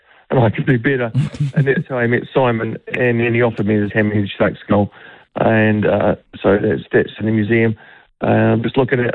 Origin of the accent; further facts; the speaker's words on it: Dunedin, Otago, New Zealand; moved away as an adult; also born or lived in Wellington; I moved back to my hometown of Dunedin, where I could afford to buy a house in the middle of town, which I couldn't do in Wellington.